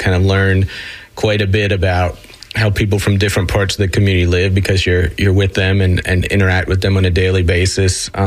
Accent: Palatka, Florida, United States; moved away as an adult; also born or lived in Washington, D.C.; So I grew up in Palatka, Florida, and for your listeners who aren't familiar with that particular community, it's about halfway between Gainesville and St. Augustine. It's a pretty rural community.

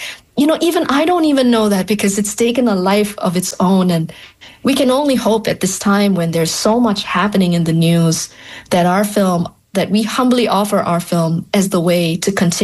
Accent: Malaysia; moved away; I'm originally from Malaysia

